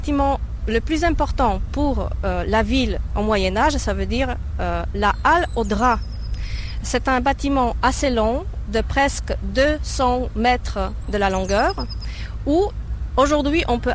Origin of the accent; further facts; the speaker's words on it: Kraków, Lesser Poland, Poland; French is a second language; Je suis polonaise, cracovienne.